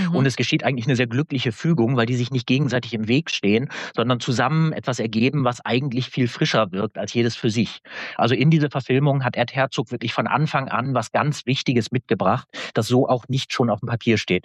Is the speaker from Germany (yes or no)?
yes; Northern Germany, Germany; born there; Naja, also ich sag mal so, ich bin eigentlich gebürtiges Nordlicht, bin aber bis jetzt immer noch ganz gut mitgekommen.